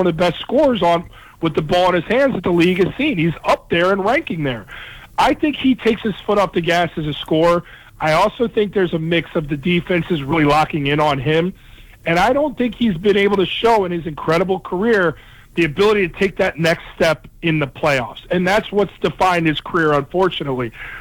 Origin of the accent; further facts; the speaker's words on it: Cincinnati, Ohio, United States; moved away as an adult; now in East Coast, United States; I'm an Ohio native, grew up in Cincinnati, Ohio. Now I'm an East Coaster, been out here for about 7 years because of my career. But there's always a part of Ohio that's forever in me growing up in Cincinnati.